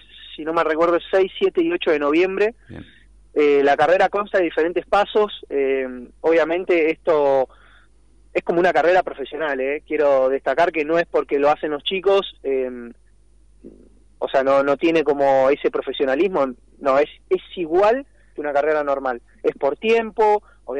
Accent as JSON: {"language": "Spanish", "town": "Pilar", "region": "Buenos Aires Province", "country": "Argentina", "said": "yo soy de Pilar en realidad, pero doy clases allá. Acá en Pilar"}